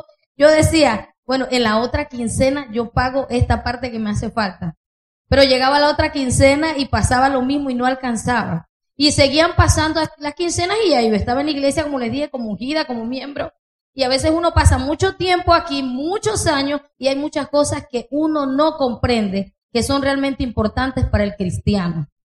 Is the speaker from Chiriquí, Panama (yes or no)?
yes; Volcán, Chiriquí, Panama; vengo de la congregación de Volcán, Chiriquí, Panamá.